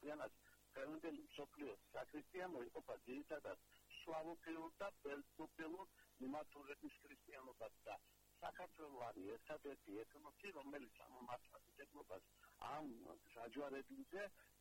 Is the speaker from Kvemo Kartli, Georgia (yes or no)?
no; Adjara, Georgia; ჩვენი კუთხე არის განსაკუთრებული ქრისტიანული ისტორიის მატარებელი კუთხე